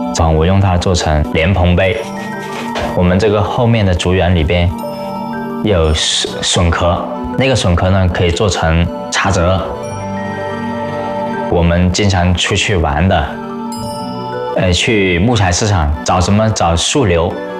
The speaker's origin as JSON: {"language": "Chinese", "region": "Guangxi", "country": "China", "said": "它有我们广西人的哲学"}